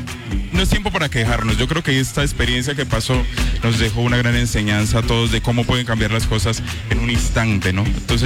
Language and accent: Spanish; Cali, Valle del Cauca, Colombia; como caleños y vallunos avanzar hacia adelante.